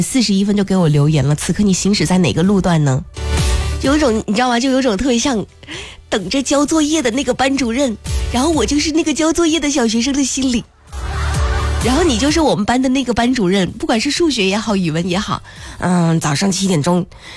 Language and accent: Chinese; Guangdong, China; 我们广东人